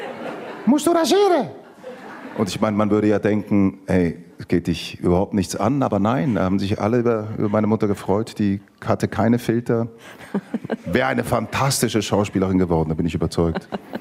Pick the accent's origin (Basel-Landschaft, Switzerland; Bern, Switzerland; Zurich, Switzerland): Zurich, Switzerland; Dietikon; first language Greek; German is a second language; ich bin dreisprachig aufgewachsen und hatte dann nochmal, also mein Vater hat witzigerweise Schweizerdeutsch mit uns gesprochen, nicht Italienisch. Italienisch habe ich 10 Meter weiter bei meinem Onkel, seinem Bruder, gelernt.